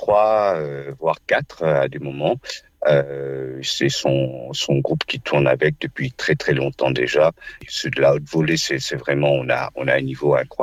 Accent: Réunion; first language Réunion Creole; French is a second language; c'est notre langue natale. Et effectivement, l'un de ces messages, on va dire, c'est vrai que on est français, aucun problème, mais on a aussi une autre particularité à nous de parler aussi une autre langue, qui est un mélange de plusieurs langues, le créole réunionnais.

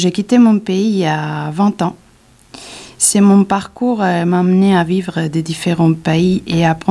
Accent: Spain; first language Spanish; French is a second language; moved away as an adult; now in Douai, France; je suis née et j'ai grandi en Espagne d'une mère espagnole et d'un père péruvien. Je suis arrivée dans le Douai il y a presque 2 ans, mais j'ai quitté mon pays il y a 20 ans.

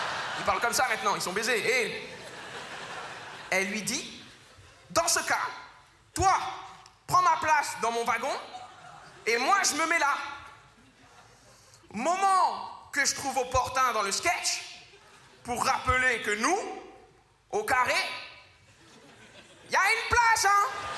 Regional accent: Saint-Denis, Île-de-France, France; Moi, j'ai été élevé à Saint-Denis, les gars. 93, valeur d'entraide, valeur de solidarité.

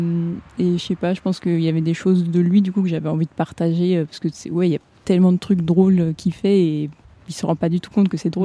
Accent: France; now in Lyon, France; Française.

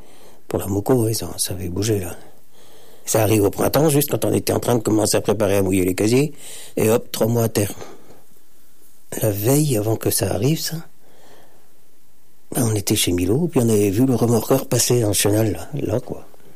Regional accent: Trézien, Brittany, France; marin pêcheur à Paul Fleurzel, enfin à Fleurzel, je suis de Trésien.

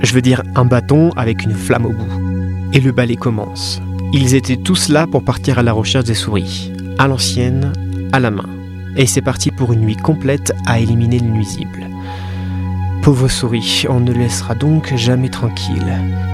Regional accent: France; Bonjour, ça va, je suis français.

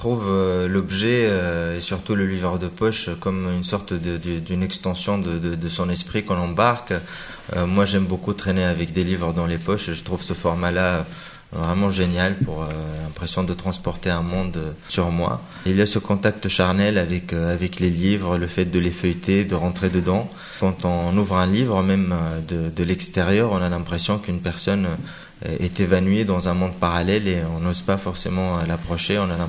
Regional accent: Tunisia; French is a second language; J'ai grandi en Tunisie dans les années 80

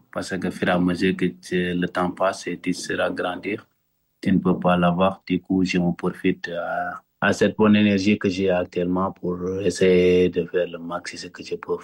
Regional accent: Senegal; mes cousins chez moi, au Sénégal, mes cousins, ils sont des couturiers.

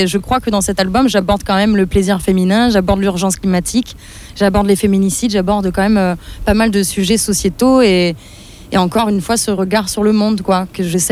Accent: Avignon, Provence-Alpes-Côte d'Azur, France; moved away as an adult; now in Paris, France; je viens d'Avignon.

